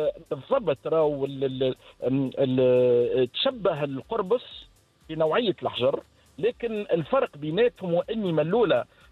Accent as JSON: {"language": "Arabic", "country": "Tunisia", "said": "اللي عندنا في تونس"}